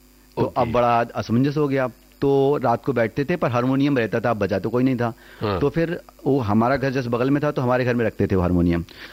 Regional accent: Pahra, Madhya Pradesh, India; के बुंदेलखंड के छतरपुर डिस्ट्रिक्ट का रहने वाला हूँ। मेरे गांव का नाम है पहरा।

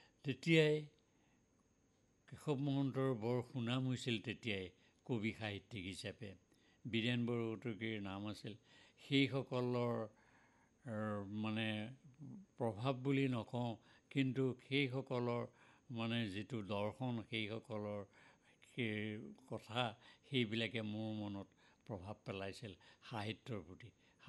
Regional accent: Jamuguri, Assam, India; মোৰ মামাহঁতৰ ঘৰ আছিল জামুগুৰিত। সৰুতে মাতৃহাৰা হোৱাত দুখ কষ্ট, অৱশ্যে মা ঢুকোৱাৰ অলপ দিনৰ আগতে মোক মামাহঁতৰ ঘৰলৈ লৈ গৈছিল।

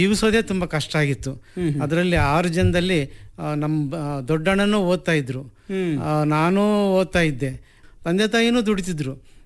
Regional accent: Chitradurga, Karnataka, India; born there; ಮೊದಲಿಗೆ ನಾನು ಹುಟ್ಟಿ ಬಂದದ್ದು ಚಿತ್ರದುರ್ಗ ತಾಲೂಕು ದಂಡಿನ ಕುರುಬರಟ್

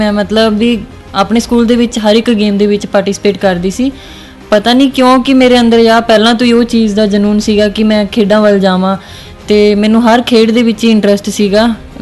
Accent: Ganduan, Punjab, India; ਹਾਂਜੀ, ਜਿੱਦਾਂ ਮਤਲਬ ਮੇਰੇ ਪਿੰਡ ਗੰਢੂਆਂ ਆ, ਮੈਂ ਉੱਥੋਂ ਹੀ ਮੇਰੇ ਸਕੂਲ ਦੇ ਵਿੱਚ, ਜਿੱਦਾਂ ਪਿੰਡ ਦੇ ਨਾਲ ਹੀ ਮੇਰੇ ਸਕੂਲ ਹੈ, ਉੱਥੋਂ ਹੀ ਮੈਂ ਸਟਾਰਟ ਕੀਤੀ ਸੀ ਆਪਣੀ ਇਹ ਜਰਨੀ।

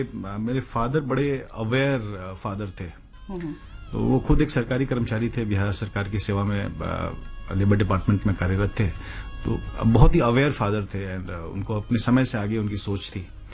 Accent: Bihar, India; मैं बिहार में पैदा पला बड़ा हुआ

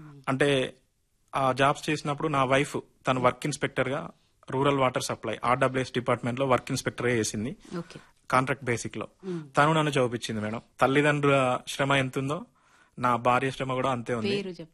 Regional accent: Dharmaram, Telangana, India; మాది ధర్మారం గ్రామం, భీమదేవరపల్లి మండలం, ప్రస్తుతం హన్మకొండ జిల్లాలో ఉంది మేడం.

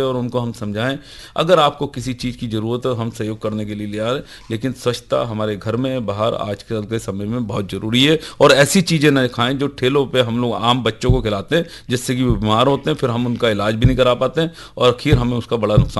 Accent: Rampur, Uttar Pradesh, India; born there; रामपुर शहर भाईचारे का शहर है, तो मैं समझता हूँ, मैं अपने सौभाग्य समझता हूँ कि मैं रामपुर शहर में पैदा हुआ हूँ

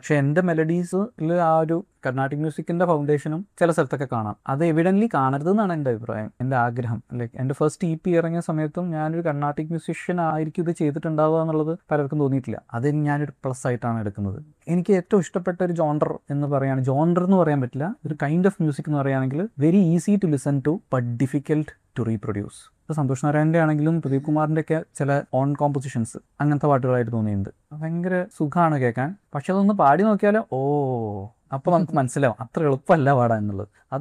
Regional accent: Malappuram, Kerala, India; also born or lived in Wayanad; ഞാൻ മലപ്പുറംകാരനാണ്, പിന്നെ വയനാട്ടിൽ 5 വർഷം ജീവിച്ചിട്ടുണ്ട്.

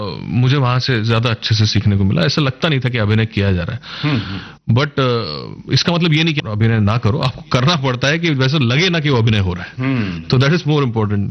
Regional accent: Maharashtra, India; first language Marathi; Hindi is a second language; मराठी मेरी mother tongue है

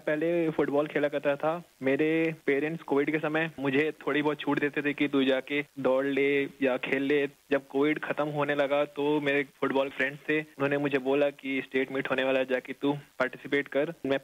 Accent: Chhattisgarh, India; now in Odisha, India; मैं छत्तीसगढ़ से बिलोंग करता हूँ, अभी मैं उड़ीसा से खेलता हूँ।

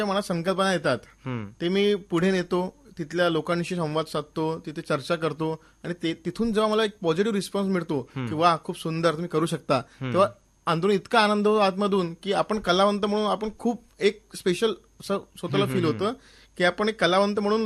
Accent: Nagpur, Maharashtra, India; नागपूर शहरात माझा जन्म झालाय आणि लहानपणापासून मी शहराला बघत आलोय.

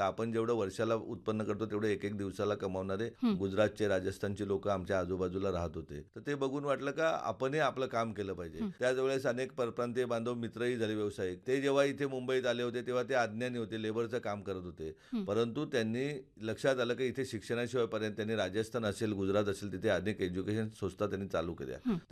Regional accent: Jawhar, Maharashtra, India; जव्हार तालुक्यामध्येच आम्ही राहत होतो.

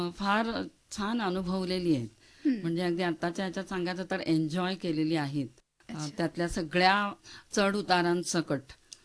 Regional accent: Thane, Maharashtra, India; moved away; माझं माहेर ठाण्याला मुंबईला.

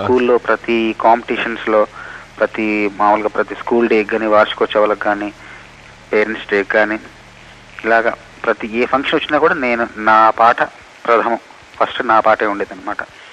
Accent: Challagari, Telangana, India; నేను వరంగల్ జిల్లాలోని చిట్యాల మండలం చల్లగరి గ్రామంలో పుట్టానండి. మా సొంతూరు చల్లగరిగా.

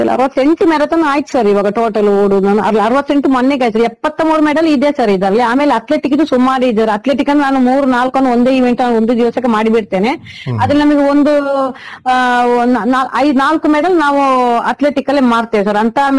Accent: Karnataka, India; also born or lived in Kodagu; ಇಲ್ಲಿ ತೋಡಿಕಂದ ನಮ್ಮ ಊರಿನವರು ಸಹ ನನ್ನ ಮೇಲೆ ಒಂದು ಹೆಮ್ಮೆ ಇಡ್ತಾರೆ ಸರ್.

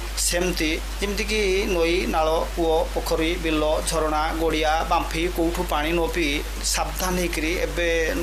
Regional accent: Digarestia, Odisha, India; ଆମ ଗାଁ ହଉଛି ଦିଗାରେସ୍ତିଆ, ଗ୍ରାମ ପଞ୍ଚାୟତ ଗୌରମା ଏବଂ ବ୍ଲକ ହଉଛି କୁଳିଅଣା।

